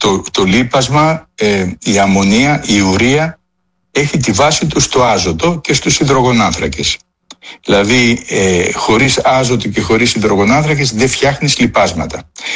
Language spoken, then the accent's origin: Greek; Athens, Attica, Greece; Εγώ πιτσιρικά θυμάμαι που μεγάλωσα στην Αθήνα, υπήρχαν περίοδοι που καίγαν τα πόμολα, έτσι, τον Ιούλιο και τον Αύγουστο.